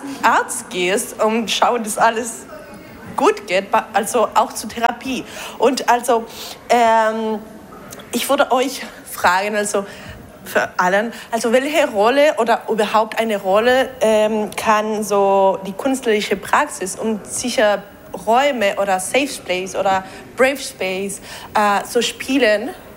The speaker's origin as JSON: {"language": "German", "country": "Mexico", "second_language": "German", "moved": "as an adult", "lives_now": "Germany", "said": "Also ich komme aus Mexiko"}